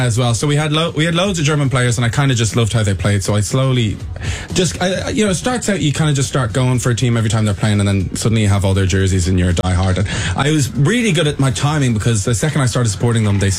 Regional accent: Dublin, Leinster, Ireland; growing up in Dublin, like, everyone has an English team, and I never really had one because my family were German.

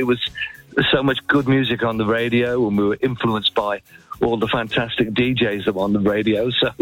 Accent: Rugby, West Midlands, United Kingdom; now in Doncaster, United Kingdom; my hometown of Rugby.

